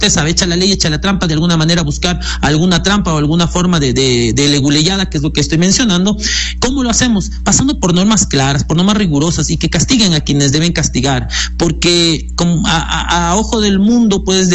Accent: Ecuador; nosotros como ecuatorianos

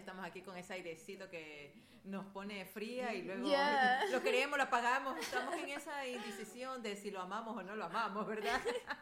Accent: Ecuador; nosotros somos ecuatorianos y estamos contentas. Mira mi bandera

